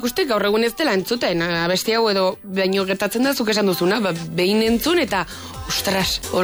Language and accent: Basque; Spain; niretzat zerbait garrantzitsua bada herria, nire herria, Etxeberri